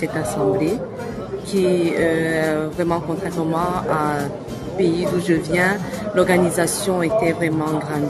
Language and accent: French; Cameroon; Je suis camerounaise.